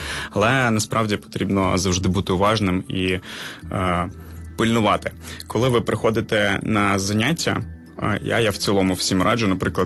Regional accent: Donetsk Oblast, Ukraine; now in Kyiv, Ukraine; Я сам з Донецької області, і коли я приїхав до Києва, я їздив на номерах АН доволі довго.

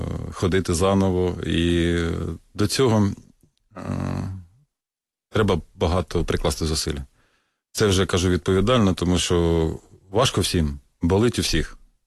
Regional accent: Kharkiv, Kharkiv Oblast, Ukraine; Я сам з Харкова, да.

